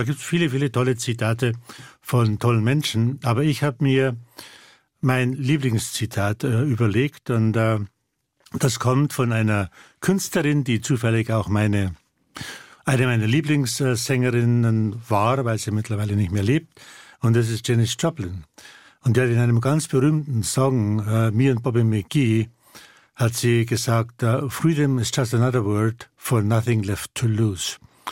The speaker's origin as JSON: {"language": "German", "region": "Bavaria", "country": "Germany", "tie": "born there", "said": "der bayerische Junge … dann im bayerischen, auch gerade im Nieder"}